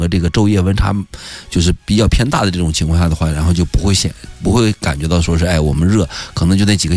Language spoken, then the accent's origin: Chinese; Yuncheng, Shanxi, China; 包括跟我们山西运城，它基本上在同一个位置